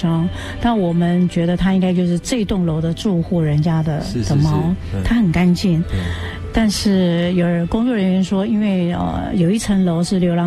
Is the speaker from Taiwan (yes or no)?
yes; Taiwan; first language Taiwanese Hokkien; 台语是我的母语